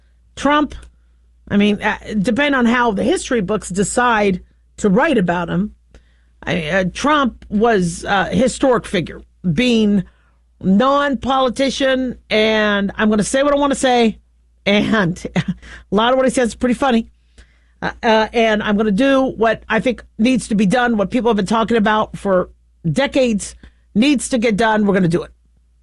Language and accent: English; California, United States; Now it's a shame because I'm from California